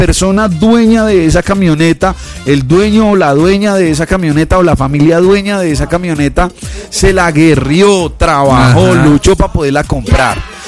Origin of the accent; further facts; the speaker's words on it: Colombia; como pueblo colombiano nos podemos levantar